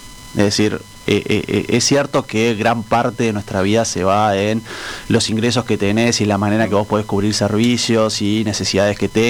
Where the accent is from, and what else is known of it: Uruguay